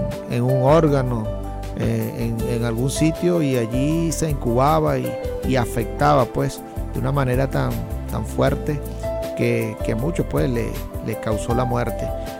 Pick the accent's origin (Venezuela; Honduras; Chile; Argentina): Venezuela; Como buenos hijos de Dios y como buenos venezolanos